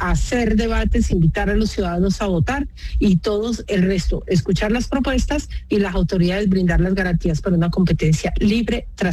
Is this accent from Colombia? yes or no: yes; Colombia; como ciudadanos colombianos, entender que tenemos diferencias políticas, pero que no somos enemigos.